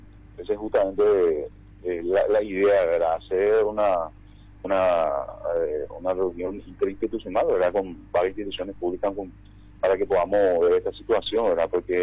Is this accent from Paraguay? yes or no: yes; Paraguay; Nosotros como paraguayos tenemos que ser ejemplo